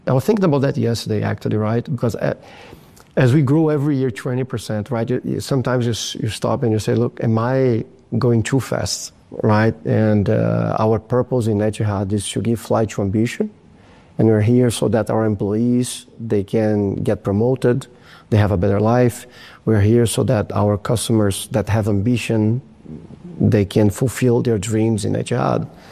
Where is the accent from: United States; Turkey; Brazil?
Brazil; English is a second language; So crisis for me, to be honest, is not a test. I come from Brazil, right? As an airline CEO in Brazil, 1 year exchange rate devaluation.